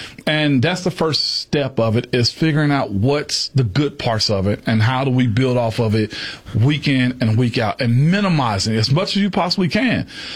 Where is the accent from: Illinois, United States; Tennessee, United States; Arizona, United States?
Tennessee, United States; Henning; now in Middle Tennessee, United States; I grew up in Henning. I went to school at Ripley High School. It's the bigger city.